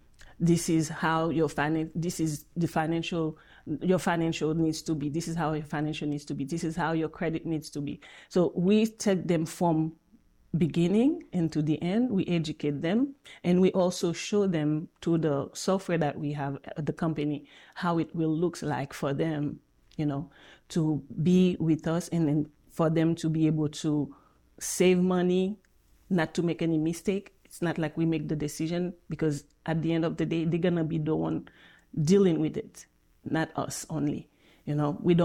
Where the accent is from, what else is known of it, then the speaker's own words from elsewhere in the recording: Haiti; now in United States; I'm an immigrant myself. I'm from Haiti